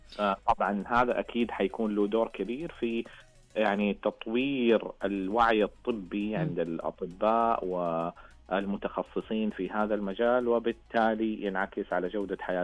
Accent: Saudi Arabia; احنا عندنا في السعودية

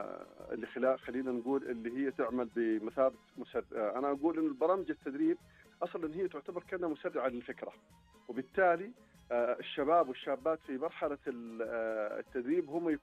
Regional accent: Saudi Arabia; إحنا سعوديين

